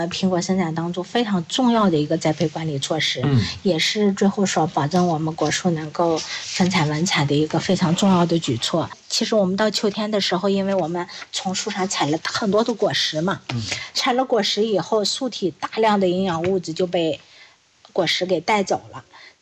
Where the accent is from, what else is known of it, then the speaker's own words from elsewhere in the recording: China; 我们中国人